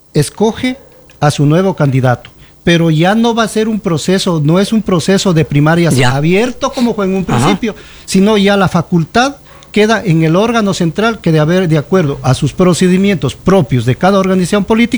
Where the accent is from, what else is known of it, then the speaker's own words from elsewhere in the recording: Zamora-Chinchipe, Ecuador; somos como provincia de Zamora Chinchipe.